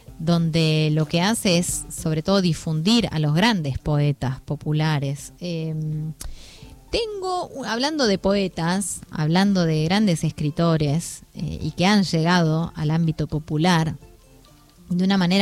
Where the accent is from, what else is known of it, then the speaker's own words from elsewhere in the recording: Berisso, Buenos Aires Province, Argentina; moved away; la ciudad de Berisso, el lugar de donde vengo